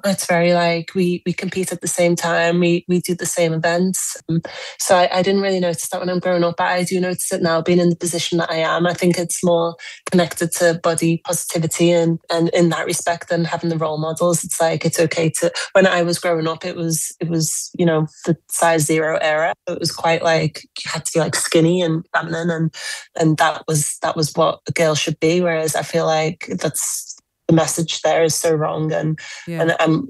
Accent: Liverpool, North West England, United Kingdom; born there; also born or lived in Bahamas; I spent the first year of my life in the Bahamas and then my mum brought me back to the UK. I was born in Liverpool.

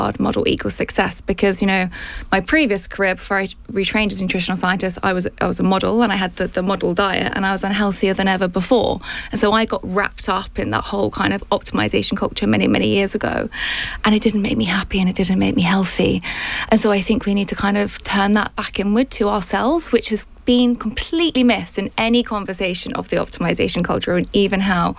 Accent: Portsmouth, South East England, United Kingdom; moved away; also born or lived in New York; And I was from Portsmouth, and these things just didn't happen.

